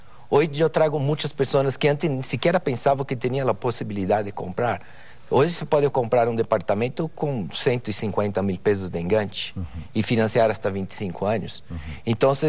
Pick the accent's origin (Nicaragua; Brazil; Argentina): Brazil; Spanish is a second language; moved away as an adult; now in Mexico; Mira, soy de Brasil.